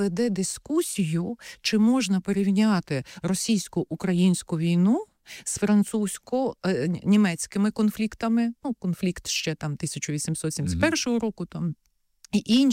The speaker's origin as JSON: {"language": "Ukrainian", "region": "Kyiv", "country": "Ukraine", "said": "ми кияни, ну, я порахувала, позавчора було 11 тривог і обстрілів."}